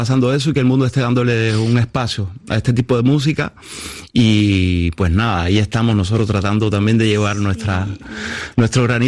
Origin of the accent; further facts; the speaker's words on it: Havana, Cuba; moved away as an adult; now in France; Yo tuve la suerte de haber estudiado música en mi país